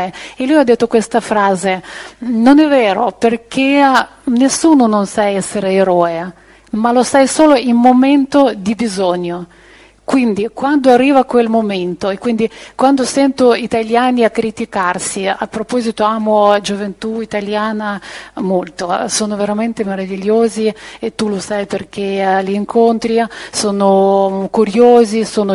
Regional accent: Ukraine

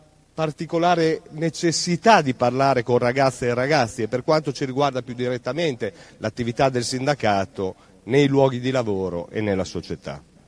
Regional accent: Bologna, Emilia-Romagna, Italy; io sono bolognese, emiliano romagnolo, per cui la conosco purtroppo molto bene

